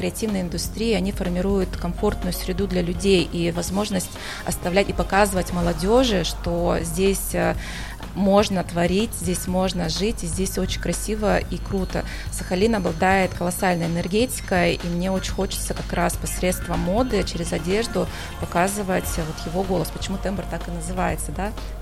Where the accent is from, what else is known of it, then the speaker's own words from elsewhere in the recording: Korsakov, Sakhalin Oblast, Russia; И в этом году состоялся такой первый круиз из моего родного города, из Корсакова.